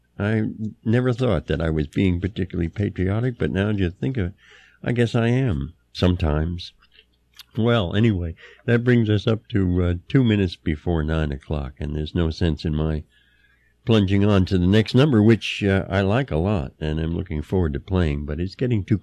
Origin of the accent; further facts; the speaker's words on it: New York City, New York, United States; born there; I was born in Long Island College Hospital in Brooklyn, New York